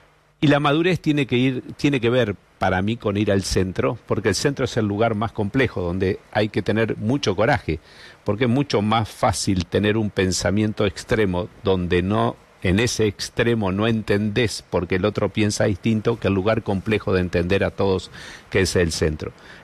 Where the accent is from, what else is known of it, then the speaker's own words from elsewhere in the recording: Argentina; Esto nos hace mucho mal como argentinos